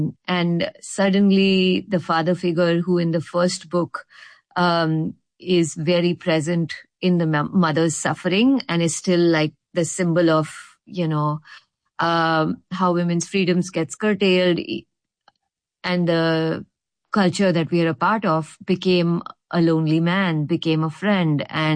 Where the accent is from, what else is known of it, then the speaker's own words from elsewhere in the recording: Mumbai, Maharashtra, India; moved away as an adult; now in San Francisco, United States; when I turned 30, I moved away from Bombay and came to San Francisco to study poetry in an MFA program at the University of San Francisco